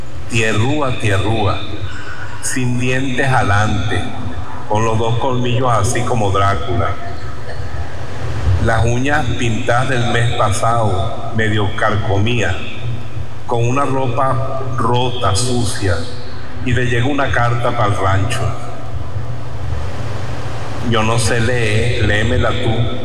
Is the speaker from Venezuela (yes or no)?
yes; Eastern Venezuela, Venezuela; nuestro país, nuestro oriente venezolano?